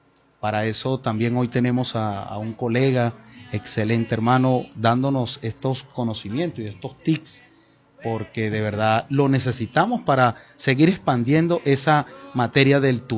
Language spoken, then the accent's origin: Spanish; Venezuela